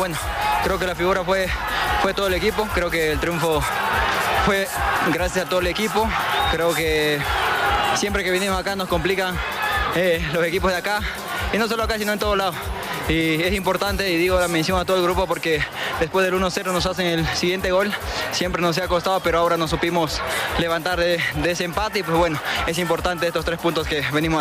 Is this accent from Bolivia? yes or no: yes; Cliza, Cochabamba, Bolivia; moved away; Todos saben que yo soy de Clisa, cochabambino.